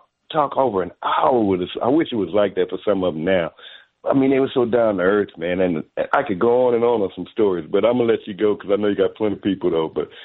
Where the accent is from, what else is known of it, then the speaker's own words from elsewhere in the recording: St. Louis, Missouri, United States; I grew up in St. Louis, and Roger Maris, man, when we had him on the Cardinal.